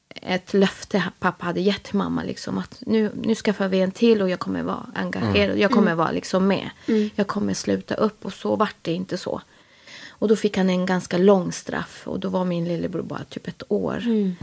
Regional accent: Stockholm, Stockholm County, Sweden; Född och uppvuxen i Stockholm. I södra sidan, Jordbro, Haninge. Just nu bor jag närmare i Älvsjö tillsammans med min man Leo och mina tre barn.

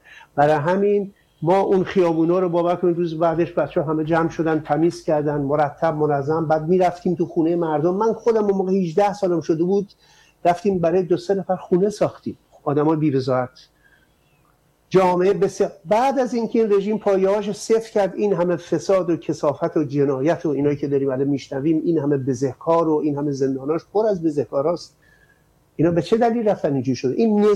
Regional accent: Amol, Mazandaran, Iran; ما توی شهر خودمون، من مال آمولم توی مازندران، ببینین اون موقع ما جوونا تمام هر کسی امنیت محل خودش رو به عهده گرفته بود.

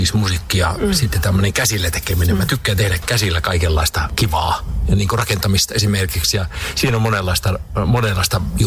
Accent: Kälviä, Central Ostrobothnia, Finland; born there; Olen syntynyt Kälviillä eli Suomessa, Hillin kylällä, maalaisperheeseen.

